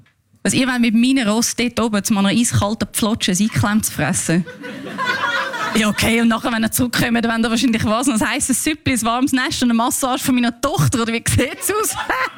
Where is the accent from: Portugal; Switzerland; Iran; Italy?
Switzerland; ich habe schon das Gefühl, ich bin hier in der Schweiz aufgewachsen.